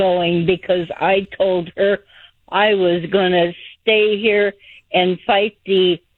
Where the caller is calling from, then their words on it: Garden Valley, California, United States; My family's been here in California before it was a state.